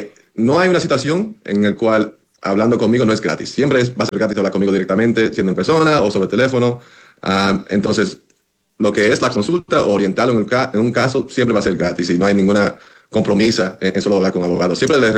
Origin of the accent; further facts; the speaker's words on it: Dominican Republic; disculpe, que soy dominicano, entonces.